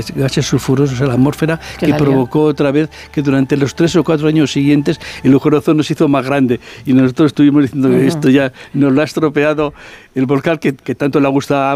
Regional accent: Madrid, Community of Madrid, Spain

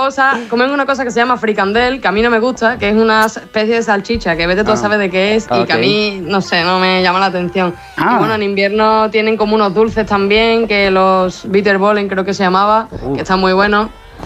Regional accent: Mairena del Alcor, Andalusia, Spain; now in Rotterdam, Netherlands; De Sevilla, bueno, de Mairena del Alcor.

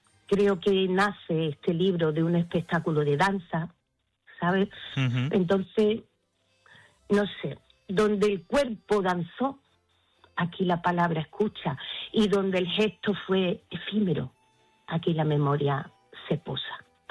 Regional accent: Ceuta, Spain; Ceuta, mi tierra

